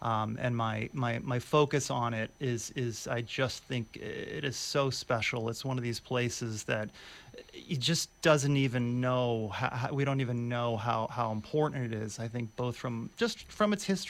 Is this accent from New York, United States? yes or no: yes; New York City, New York, United States; My background, I grew up in Brooklyn.